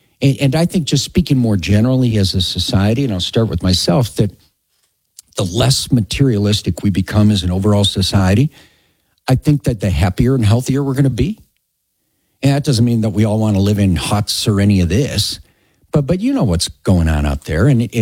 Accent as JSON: {"language": "English", "town": "Chicago", "region": "Illinois", "country": "United States", "lives_now": "Colorado, United States", "said": "Thank God every day that I'm here from Chicago. I'm so grateful that I won an Evans Scholarship and they sent me to CU Boulder and I get to live in Colorado."}